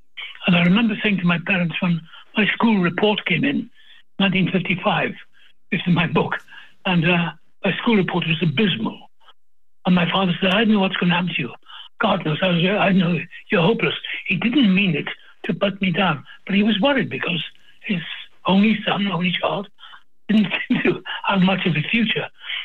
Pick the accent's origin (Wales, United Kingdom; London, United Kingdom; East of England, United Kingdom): Wales, United Kingdom; now in United States; I'm Welsh